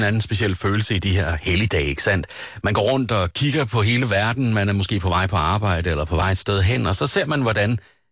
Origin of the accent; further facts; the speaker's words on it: Tåsinge, Region of Southern Denmark, Denmark; Da jeg var dreng på Tåsinge